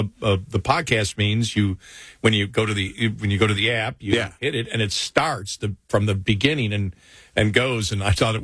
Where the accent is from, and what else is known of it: Buffalo, New York, United States